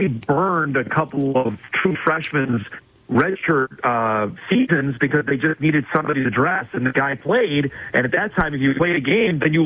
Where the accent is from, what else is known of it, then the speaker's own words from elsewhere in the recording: New York, United States; I'm a New Yorker. I root for the Jets